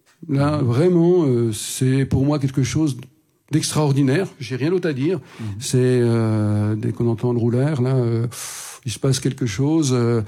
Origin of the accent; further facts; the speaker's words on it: Bourgogne-Franche-Comté, France; moved away as an adult; now in Réunion, France; ben moi je viens de Franche-Comté, voilà, de loin. Ça fait 10 ans que je suis dans cette belle île que j'aime beaucoup.